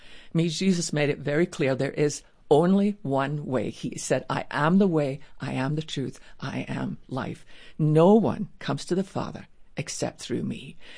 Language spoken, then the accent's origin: English; Scotland, United Kingdom; when I was growing up in Scotland in our little church, I loved our Tuesday night prayer meeting.